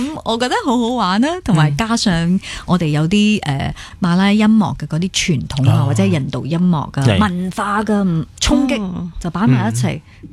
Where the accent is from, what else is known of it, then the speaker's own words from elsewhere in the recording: Malaysia; 我觉得好难去定义我哋马来西亚人做嘅 jazz